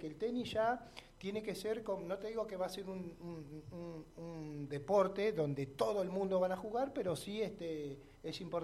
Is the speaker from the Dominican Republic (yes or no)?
no; Neuquén, Argentina; yo, por ejemplo, soy de Neuquén y toda la vida jugué en el tenis club.